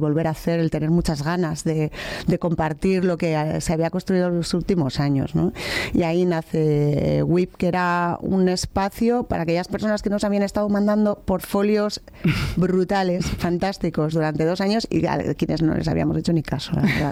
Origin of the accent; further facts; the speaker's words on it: Bilbao, Basque Country, Spain; Para mí, que soy bilbaína, ha sido un espacio. Yo me acuerdo de aquellos miércoles gratis que íbamos por ahí.